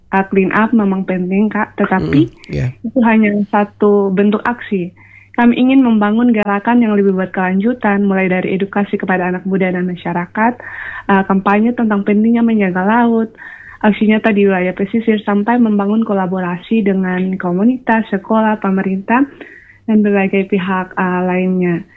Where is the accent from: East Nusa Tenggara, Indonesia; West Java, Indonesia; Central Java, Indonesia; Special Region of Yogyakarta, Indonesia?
East Nusa Tenggara, Indonesia; Sumba; now in Kupang, Indonesia; Saat ini saya baru domisili di Kupang. Saya berasal dari Sumba.